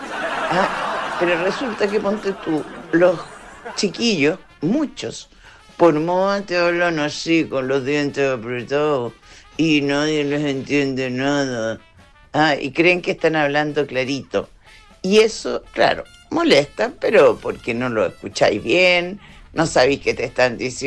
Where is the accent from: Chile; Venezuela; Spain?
Chile; Yo soy chilena de toda la vida, apenas he salido de mi país, ¿ya? Y no sé, me encuentran voz de extranjera, de española, de cualquier cosa.